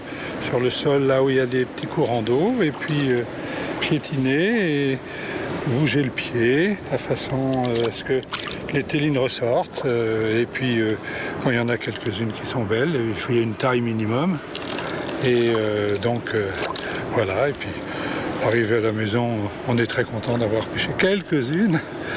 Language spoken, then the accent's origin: French; Brittany, France; born there; moved away; Oh, je suis né en Bretagne, moi, hein, donc la mer, c'est très important.